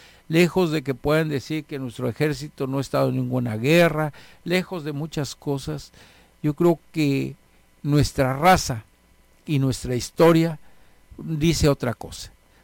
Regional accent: Mexico; creo que nuestra obligación como mexicanos es apoyarla.

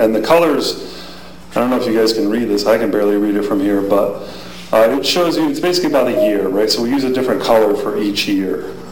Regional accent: Hartland, Connecticut, United States; I grew up in Heartland

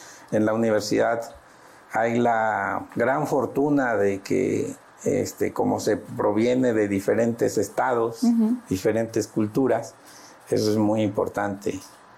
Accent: Veracruz, Mexico; soy de Veracruz

